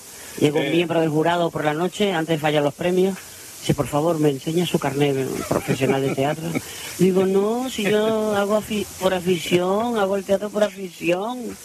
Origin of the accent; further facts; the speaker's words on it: La Palma, Canary Islands, Spain; born there; now in Tacoronte, Spain; De pequeña, tú sabes que en La Palma la tradición de las bajadas de la Virgen, la masa coral.